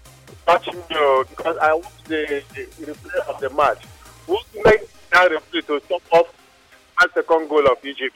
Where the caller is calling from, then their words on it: Nigeria; I'm calling from Okibo.